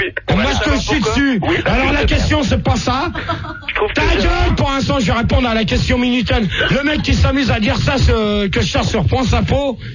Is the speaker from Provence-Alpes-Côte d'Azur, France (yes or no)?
yes; Marseille, Provence-Alpes-Côte d'Azur, France; Attends, parce que moi, je suis Marseillais. Je supporte Marseille